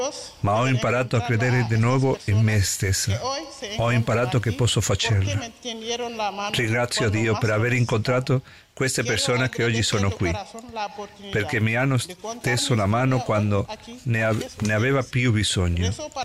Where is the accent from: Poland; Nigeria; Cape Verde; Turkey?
Nigeria; sono nigeriana, provengo da una famiglia di 8 fratelli, e fin da piccola ho imparato che cosa significa lottare ogni giorno solo per sopravvivere. Non ho lasciato il mio paese perché volevo.